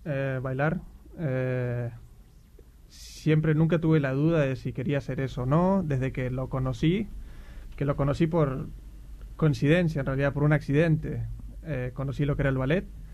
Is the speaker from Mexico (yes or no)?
no; Paraná, Entre Ríos, Argentina; tuve la suerte cuando empecé ballet de chico acá en Paraná